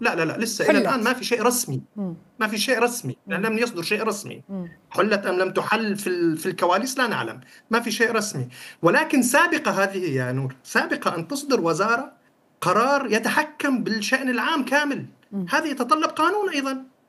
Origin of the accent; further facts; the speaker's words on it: Syria; هم غالبا وفق كل ما وثقناه كسوريين منتهكين.